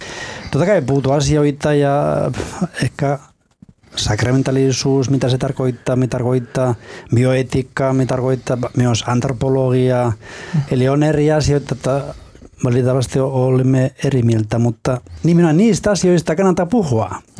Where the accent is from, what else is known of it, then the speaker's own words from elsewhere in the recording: Basque Country, Spain; Finnish is a second language; tavallaan kuin Pohjoismaiden niin kuin Baskimaa, koska olen kotoisin Baskimaasta, ja on yhteisiä piirteitä kyllä, joka yhdistää meitä, kyllä baskit ja suomalaiset.